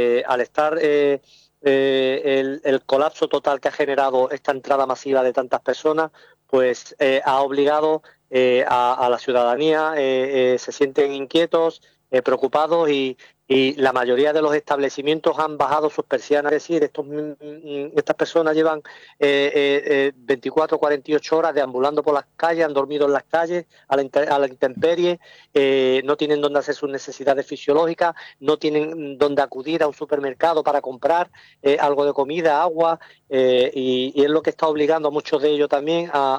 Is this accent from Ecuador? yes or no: no; Ceuta, Spain; yo soy de aquí de Ceuta